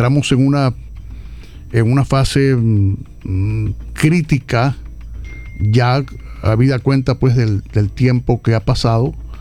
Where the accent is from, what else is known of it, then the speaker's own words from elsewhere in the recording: Maracaibo, Zulia, Venezuela; Y cuando hablo de Maracaibo, me refiero a la capital, por supuesto, pero a nuestra querida tierra del sol amada, a nuestra ciudad, que es la primera de Venezuela